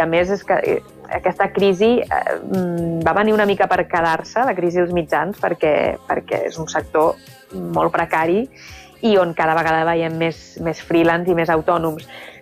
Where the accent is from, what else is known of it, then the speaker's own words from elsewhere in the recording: Barcelona, Catalonia, Spain; now in Andorra; Sempre he estudiat a fora d'Andorra. Sí, a Barcelona, primer, bueno, la primària, l'ESO, el batxillerat, i després també periodisme a Barcelona. A Andorra vaig venir-hi a viure més endavant